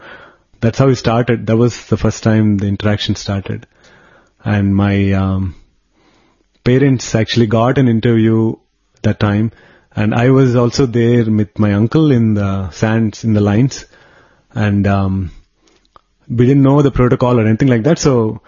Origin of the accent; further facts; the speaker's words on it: Tirupati, Andhra Pradesh, India; he didn't know I am from Tirupati, or not that he didn't know I was a Telugu person